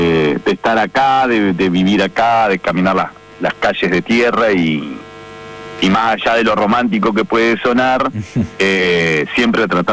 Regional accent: Entre Ríos, Argentina; moved away as an adult; also born or lived in Villa Paranacito; now in Paraná, Argentina; ni siquiera soy del pueblo de Villa Paranacito, soy de una especie, si pensándolo como en Paraná, soy de un arroyo interno, el delta profundo del sur de la provincia de Entre Ríos, donde me crié, hice la escuela primaria, después vine al pueblo, a Paranacito, y la verdad que es un lugar que siempre está en mi corazón

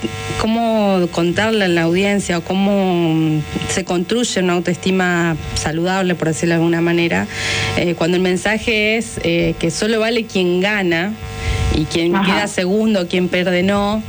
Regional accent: Argentina; por lo menos como argentinos

